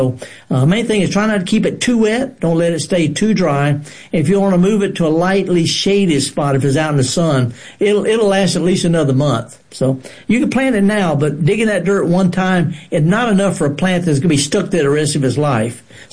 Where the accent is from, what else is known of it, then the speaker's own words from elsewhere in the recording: Mississippi Delta, United States; Okay, now I'm from the Delta.